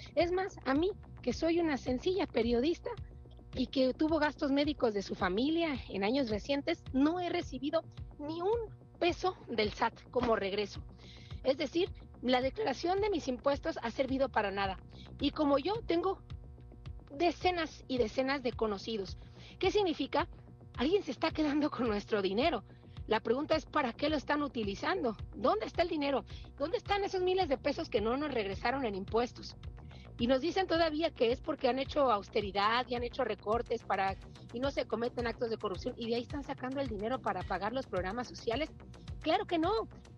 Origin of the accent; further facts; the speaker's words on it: Mexico; somos los mexicanos